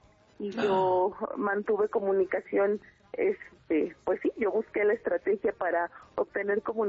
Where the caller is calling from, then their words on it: Nezahualcóyotl, State of Mexico, Mexico; De Ciudad Nezahualcóyotl.